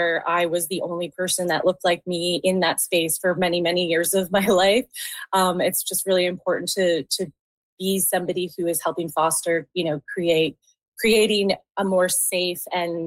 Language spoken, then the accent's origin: English; Saskatchewan, Canada; I played in a lot of bands like that had different genres growing up in Saskatchewan